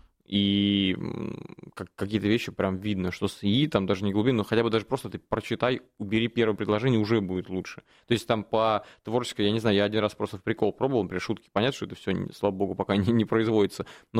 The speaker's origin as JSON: {"language": "Russian", "town": "Voronezh", "region": "Voronezh Oblast", "country": "Russia", "tie": "born or raised there", "moved": "yes", "lives_now": "Moscow, Russia", "said": "я сам из Воронежа"}